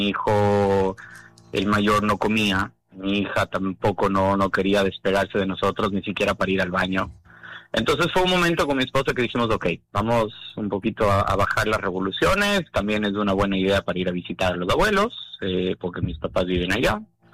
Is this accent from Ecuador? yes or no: yes; Ecuador; born there; me llamó la embajadora de Ecuador, yo nací en Ecuador